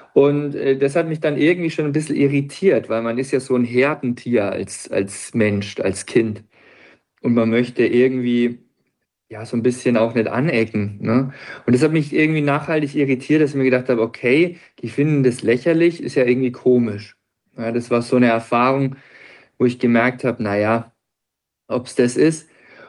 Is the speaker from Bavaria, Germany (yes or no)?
yes; Bayreuth, Bavaria, Germany; Ich bin geboren in Bayreuth im schönen Frankenland. Bin dort aufgewachsen in einem kleinen Kaff.